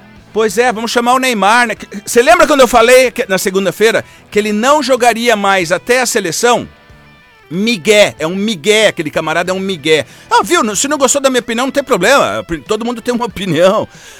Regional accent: Brazil; a seleção do meu país, que eu amo, adoro, sou brasileiro até embaixo d'água.

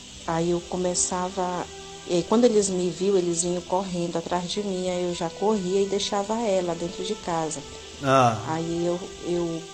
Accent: Maranhão, Brazil; E quando eu vi, eu já estava num lugar onde que eu fui criada, que era lá no Maranhão.

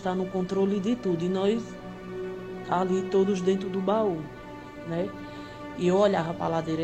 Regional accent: Toritama, Pernambuco, Brazil; Eu sou de Toritama, Pernambuco.

